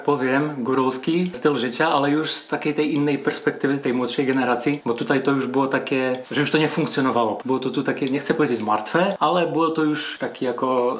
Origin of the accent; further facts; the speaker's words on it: Třinec, Moravian-Silesian Region, Czechia; No tak, ja urodziłem się w Trzyńcu, mieszkałem w Trzyńcu i uczyłem się do szkoły podstawowej na tarasie